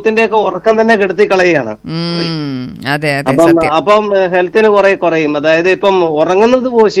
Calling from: Kanjirappally, Kerala, India; ഞാൻ കാഞ്ഞിരപ്പള്ളിയിൽ നിന്നാണ്.

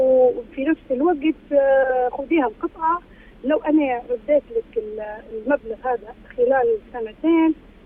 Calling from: Libya; accent: Libyan; نقول احنا بالليبي

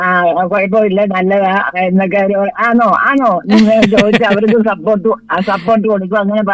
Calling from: Kerala, India; കല്ലേലി ഭാഗത്ത് നിന്ന്, എറണാകുളിക്ക് അടുത്താ കല്ലേലി ഭാഗം. കല്ലേലി ഭാഗത്ത് നിന്ന്

